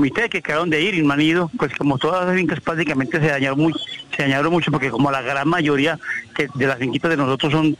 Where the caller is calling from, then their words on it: Armenia, Quindío, Colombia; Yo soy de aquí, de Armenia